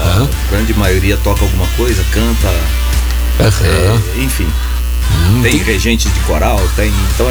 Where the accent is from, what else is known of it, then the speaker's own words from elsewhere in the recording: Juquiá, São Paulo, Brazil; now in Ribeirão Preto, Brazil; Eu sou lá do Vale do Ribeira, sou da cidade de Juquiá.